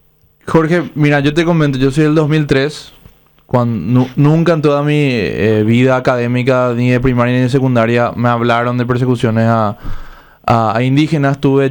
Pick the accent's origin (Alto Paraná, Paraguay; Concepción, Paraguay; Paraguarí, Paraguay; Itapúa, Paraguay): Itapúa, Paraguay; yo soy de Itapúa